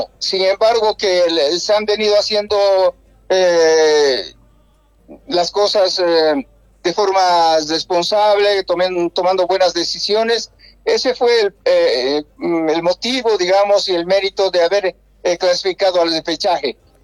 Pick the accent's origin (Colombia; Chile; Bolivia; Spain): Bolivia; ese sentimiento de pertenencia como boliviano.